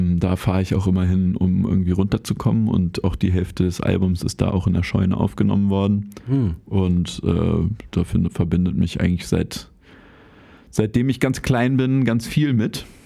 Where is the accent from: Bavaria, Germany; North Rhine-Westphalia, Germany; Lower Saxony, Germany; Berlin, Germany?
Berlin, Germany; Also, ich bin ja in Tiergarten aufgewachsen.